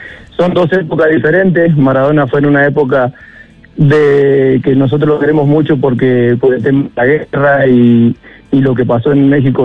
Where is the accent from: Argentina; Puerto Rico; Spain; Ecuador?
Argentina; moved away; yo como argentino viviendo afuera del país